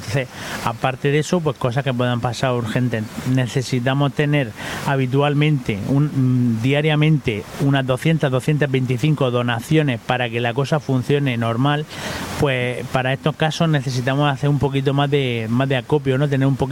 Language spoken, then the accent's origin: Spanish; Águilas, Region of Murcia, Spain; voy a barrer un poco para mi pueblo en el auditorio de Águila